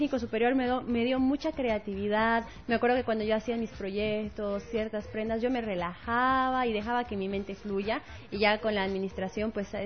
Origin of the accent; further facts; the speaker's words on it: Oruro, Bolivia; moved away as an adult; now in Cochabamba, Bolivia; amo mi tierra, amo mi carnaval